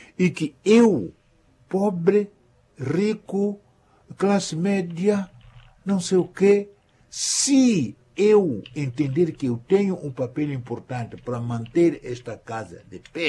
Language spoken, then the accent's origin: Portuguese; Mozambique; E nós, todos como moçambicanos, devemos ter essa preocupação de fazer com que a paz em Cabo Delgado seja uma realidade.